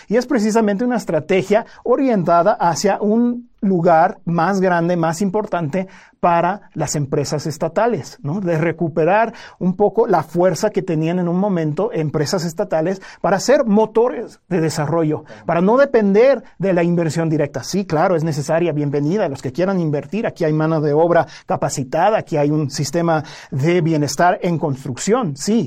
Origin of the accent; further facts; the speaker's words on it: Mexico; nosotros como mexicanos